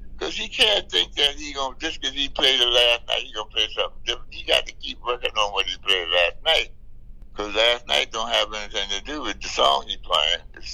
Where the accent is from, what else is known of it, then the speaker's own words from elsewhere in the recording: South Carolina, United States; now in Pittsburgh, United States; First I came from South Carolina. I'm at the Pittsburgh.